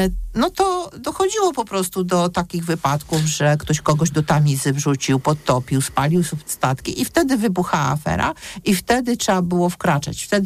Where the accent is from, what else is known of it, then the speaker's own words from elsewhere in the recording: Gdańsk, Pomeranian Voivodeship, Poland; nie dlatego, że jestem z Gdańska